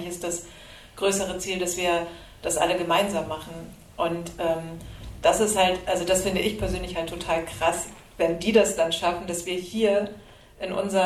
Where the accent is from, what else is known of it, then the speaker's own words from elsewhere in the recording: Germany; ich bin auch eine Frau, ich bin auch Deutsche, ich bin Kurdin, ich bin Jesidin